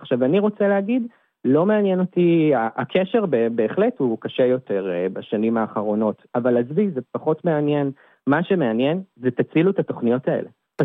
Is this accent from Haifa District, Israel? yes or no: yes; Kiryat Ata, Haifa District, Israel; also born or lived in Tel Aviv; בני נוער, צעירים, שגדלים במקומות שבהם אני גדלתי בקריית אתא, יצאתי מהארון בגיל 15, לא הכרתי עוד להט"בים מסביבי, ברחתי לתל אביב.